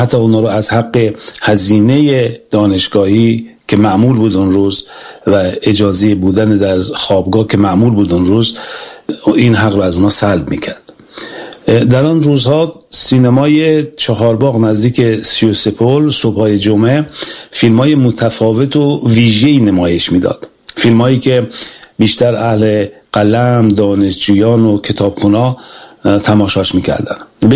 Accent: Iran; born there; زادگاه من شهر سمیدوم، شهری که در آن نابرابری و بی‌عدالتی نه مفهومی انتزاعی بلکه بخشی عریان و روزمره از زندگی مردم بوده و هست.

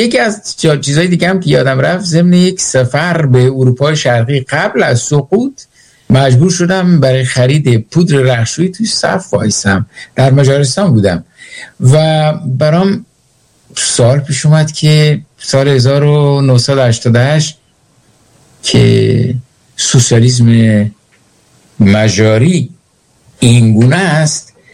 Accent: Iran; also born or lived in England; now in Sweden; با من اصلا از ایران میام

